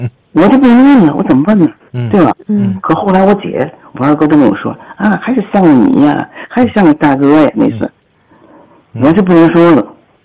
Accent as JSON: {"language": "Chinese", "region": "Shandong", "country": "China", "said": "是我母亲，我妈妈哈、就是我们家是山东人。"}